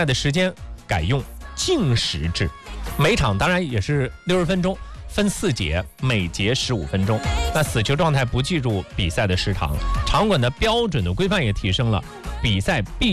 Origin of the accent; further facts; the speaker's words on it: Hebei, China; 共赴这场属于我们河北人的足球盛宴